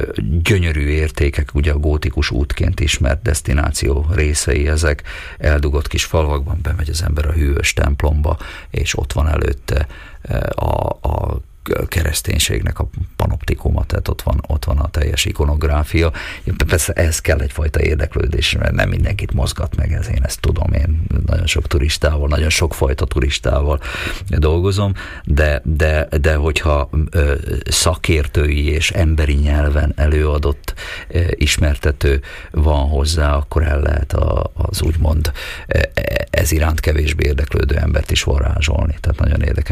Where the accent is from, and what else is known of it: Slovakia